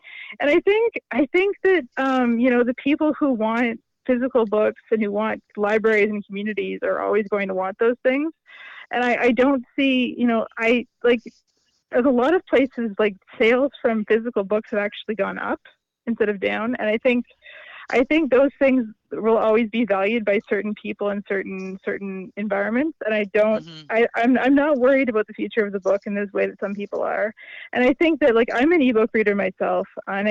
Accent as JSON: {"language": "English", "region": "Nova Scotia", "country": "Canada", "said": "I'm from Nova Scotia originally, yeah."}